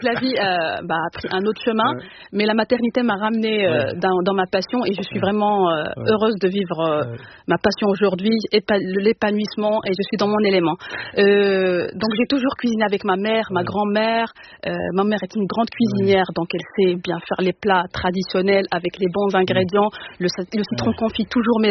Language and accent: French; El Jadida, Casablanca-Settat, Morocco; also born or lived in Sefrou; Alors, je suis née à Sefrou, mais j'ai grandi une grande partie de ma vie à El Jadida, c'est une ville côtière.